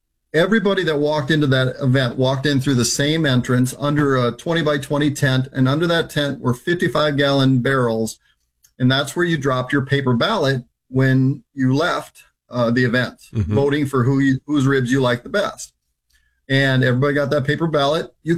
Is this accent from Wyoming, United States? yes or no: no; Indiana, United States; also born or lived in Belle Plaine, Minnesota / Nashville, Tennessee; I told you that I spent my high school years in Indiana. But before that, I was born in Minnesota